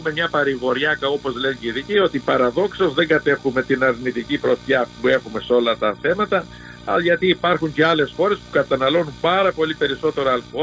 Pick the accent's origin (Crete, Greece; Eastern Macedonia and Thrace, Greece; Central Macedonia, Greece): Crete, Greece